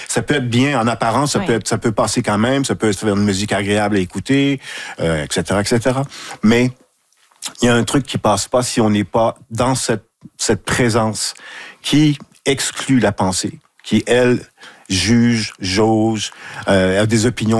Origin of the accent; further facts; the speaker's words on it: Saguenay, Quebec, Canada; Je viens de Saguenay. J'ai été éduqué, élevé à côté de l'usine d'Alcan. Tous mes copains, mes copines, c'était des fils d'ouvriers, filles d'ouvrières.